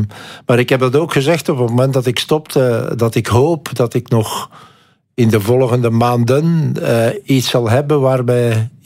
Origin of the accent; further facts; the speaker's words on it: Belgium; dan kom je daar als Belg